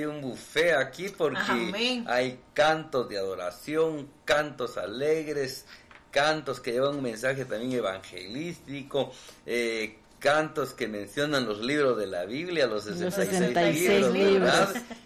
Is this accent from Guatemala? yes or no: yes; Guatemala; nuestro lindo país de Guatemala